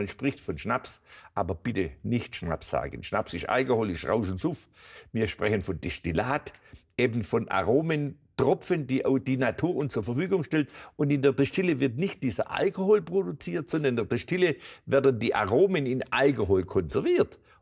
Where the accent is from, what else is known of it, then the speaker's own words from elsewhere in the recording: Baden-Württemberg, Germany; born there; ich bin in der Nähe geboren. Die Schwäbische Alb hat so viele dieser Flächen.